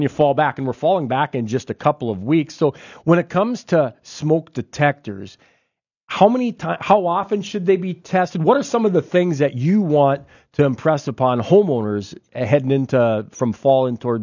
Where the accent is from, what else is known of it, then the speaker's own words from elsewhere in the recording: Lisbon, North Dakota, United States; that I'm from Lisbon, North Dakota.